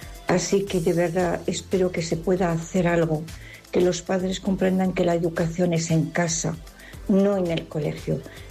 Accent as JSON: {"language": "Spanish", "town": "Zaragoza", "region": "Aragon", "country": "Spain", "said": "Buenos días … de Zaragoza."}